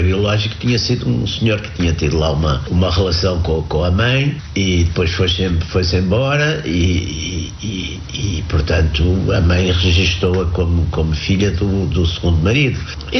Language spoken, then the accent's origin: Portuguese; Porto, Norte, Portugal; vi vários quando era miúdo no Porto